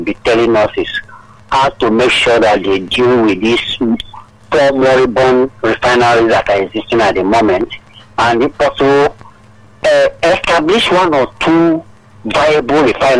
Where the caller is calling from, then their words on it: Abuja, Federal Capital Territory, Nigeria; I'm calling from Abuja, Nicotin.